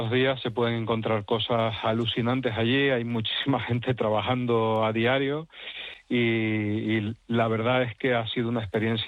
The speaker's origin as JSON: {"language": "Spanish", "region": "Canary Islands", "country": "Spain", "said": "Bueno, soy canario, o sea, subimos y bajamos todos los días a las montañas. Las islas son muy, muy escarpadas y yo vivo en Tenerife"}